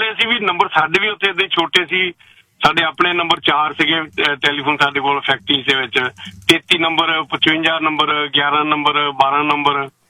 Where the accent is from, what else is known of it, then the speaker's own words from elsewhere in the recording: Moga, Punjab, India; moved away; ਪਹਿਲਾਂ ਤਾਂ ਮੈਂ ਇੰਡੀਆ ਦੀ ਤੈਨੂੰ ਸੁਣਾ ਮੈਂ ਨਾ 1985 ਦੇ ਵਿੱਚ ਮੈਂ ਸਿਸਟਰ ਦੀ ਮੈਰਿਜ ਕੀਤੀ ਹੈ ਨਾ ਤੇ ਉਦੋਂ ਵੀ ਫੋਨ ਬਹੁਤ ਘੱਟ ਹੁੰਦੇ ਸੀ ਤੇ ਸਾਡੇ ਮੋਗੇ ਹੁੰਦਾ ਸੀਗਾ ਫੋਨ ਜਿੱਦਾਂ ਸਰਕਾਰੀ